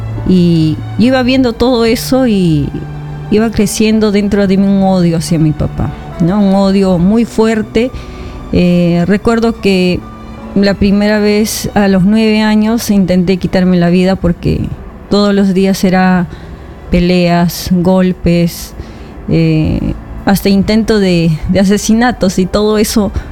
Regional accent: Ayacucho, Peru; yo soy de natural de Ayacucho, uh-huh. ¿no? Natural de Ayacucho y bueno, un hogar creo que como todo en la sierra

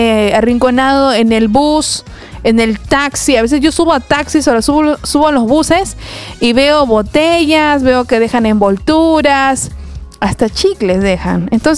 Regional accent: Peru; cada uno responsable como buen ciudadano peruano podemos hacer para mejorar nuestro país.

